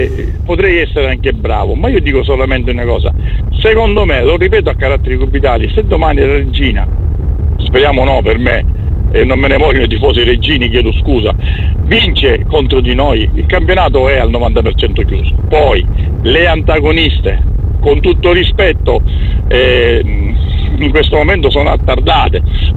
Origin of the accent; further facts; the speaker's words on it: Catania, Sicily, Italy; detto da catanese, detto da siciliano